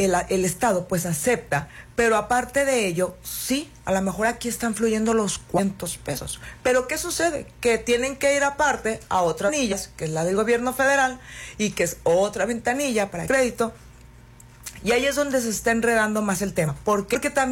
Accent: Sinaloa, Mexico

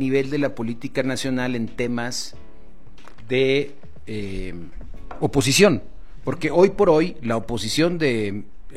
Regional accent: Mexico

